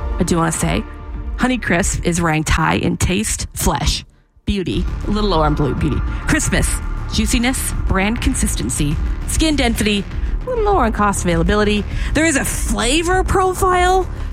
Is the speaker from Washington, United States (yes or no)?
yes; Washington, United States; Now, as we are from Washington State, we know a thing or two about apples.